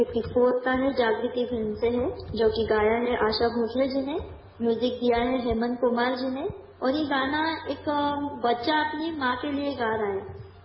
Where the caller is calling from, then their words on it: Pune, Maharashtra, India; Hello, I am … और मैं अभी पुणे से हूँ और मैं बहुत बहुत खुश हूँ कि मैं इस प्रोग्राम का एक पार्ट हूँ अभी आज।